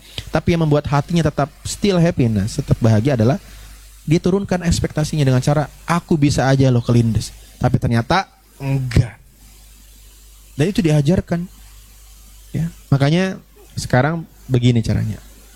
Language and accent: Indonesian; Java, Indonesia; Saya orang Jawa jemaah.